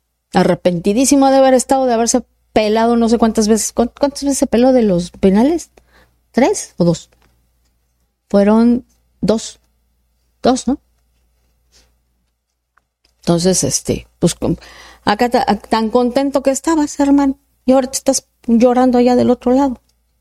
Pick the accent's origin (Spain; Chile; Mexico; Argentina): Mexico; Entonces, como mexicana sí me gustaría a mí personalmente decir